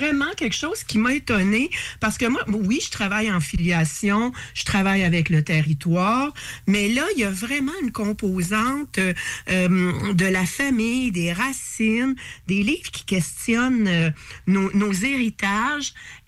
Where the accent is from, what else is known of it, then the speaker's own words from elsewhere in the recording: Rimouski, Quebec, Canada; on est trois de Rimouski à lancer un livre chez Poète de Brousse de Rimouski.